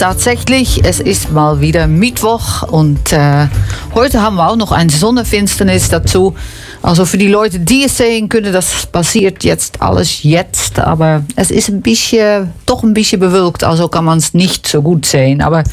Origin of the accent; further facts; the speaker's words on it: Netherlands; German is a second language; moved away; ich bin eine Holländerin